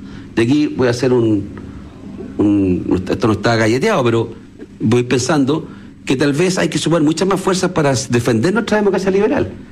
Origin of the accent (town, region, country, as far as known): Chile; also born or lived in United States / Argentina